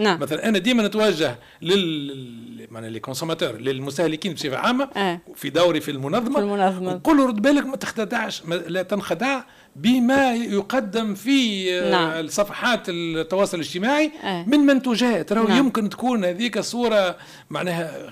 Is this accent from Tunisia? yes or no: yes; Tunisia; واحنا منها تونس